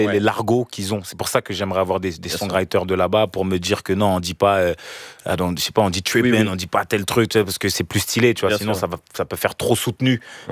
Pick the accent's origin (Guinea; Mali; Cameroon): Cameroon